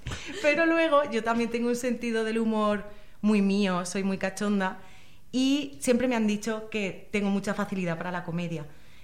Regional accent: Villena, Valencian Community, Spain; En Villena, no sé si será porque soy de Villena y no soy objetiva

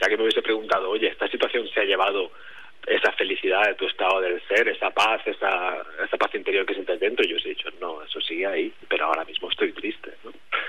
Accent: Manacor, Balearic Islands, Spain; Sí, yo soy de Mallorca. Manacor.

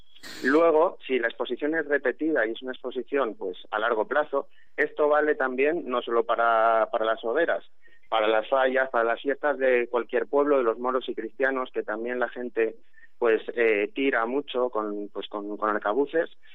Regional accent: Alicante, Valencian Community, Spain; Yo soy alicantino desde siempre y desde que nací.

